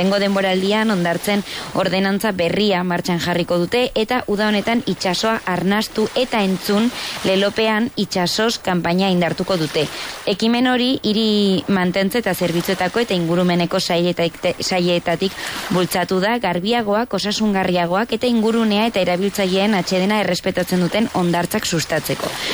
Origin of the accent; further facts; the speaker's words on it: Eltzaburu, Navarre, Spain; nire herritik, eltzaburutik